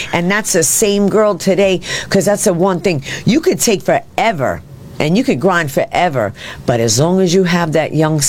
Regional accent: New York, United States; I'm from Jamaica Avenue, that train stop, 169, so right where, you know … all them grew up

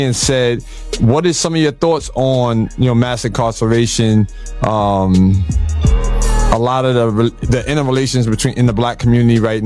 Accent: Bronx, New York, United States; is because I'm from the Bronx, I'm from the South Bronx

